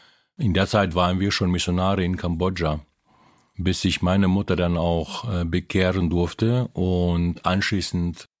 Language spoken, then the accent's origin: German; Philippines; Ich bin in den Philippinen aufgewachsen und mein Vater der war Ingenieur und der hat auf einer anderen Insel gearbeitet.